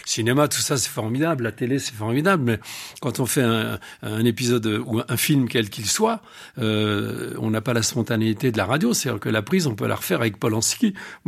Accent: Montmirail, Grand Est, France; also born or lived in Romilly-sur-Seine; Moi je viens de Montmirail dans la Marne, je suis né à Romilly-sur-Seine dans l'Aube. Après quand j'ai eu 6-7 ans, on est parti à Montmirail dans la Marne

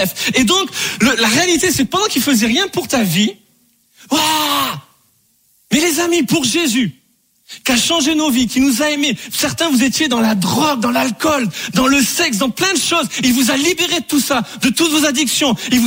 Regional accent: Bordeaux, Nouvelle-Aquitaine, France; je pensais que tout le monde allait connaître de là où je venais à cause de Bordeaux

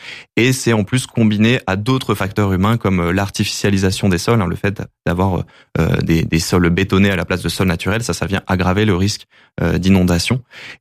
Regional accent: the Alps, France; Moi, je peux en parler personnellement. Je viens des Alpes.

